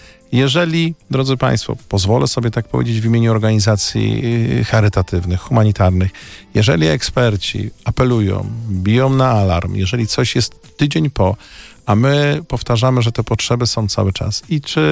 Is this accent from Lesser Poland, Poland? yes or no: no; Łódź, Łódź Voivodeship, Poland; Pamiętam odsetek osób w 97 roku, jestem z Łodzi, które przynosiły do Czerwonego Krzyża